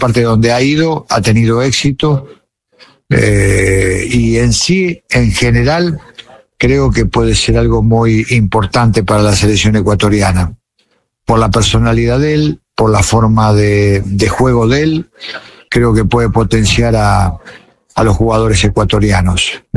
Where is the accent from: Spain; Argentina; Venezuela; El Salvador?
Argentina; es el deseo no solamente como argentino de que le vaya bien